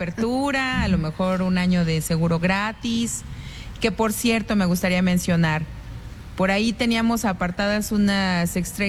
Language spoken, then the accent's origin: Spanish; Mexico; somos orgullosamente mexicanos aquí.